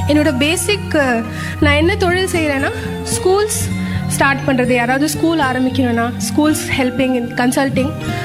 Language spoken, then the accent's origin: Tamil; Tamil Nadu, India